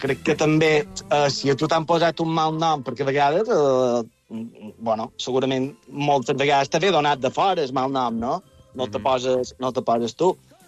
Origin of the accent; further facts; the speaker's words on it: Porreres, Balearic Islands, Spain; I a Porreres som de Can Vidal.